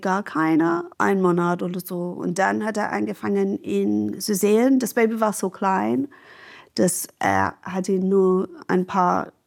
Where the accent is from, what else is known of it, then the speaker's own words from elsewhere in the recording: England, United Kingdom; German is a second language; now in Germany; als Engländerin mit NHS-Sozialisierung